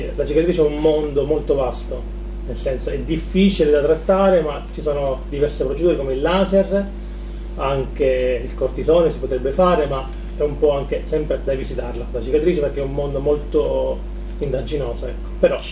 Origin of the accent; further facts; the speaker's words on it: Giulianova, Abruzzo, Italy; now in Rome, Italy; Da, io vivo e lavoro a Roma, ma sono nato e cresciuto qui a Giulianova, quindi per me diciamo che è un onore stare qui, ecco.